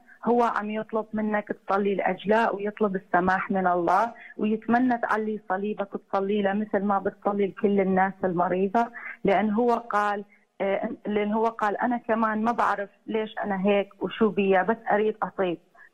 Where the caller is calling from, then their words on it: Canada; أنا عم بتصل من كندا،